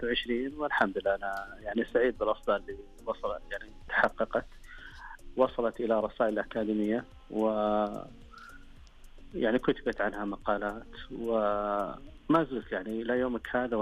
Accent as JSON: {"language": "Arabic", "country": "Saudi Arabia", "tie": "born or raised there", "said": "أنا القرية اللي أنا يعني كنت فيها هذا موروثها، قريتنا بين مكة والمدينة اسمها بادية الشلالحة"}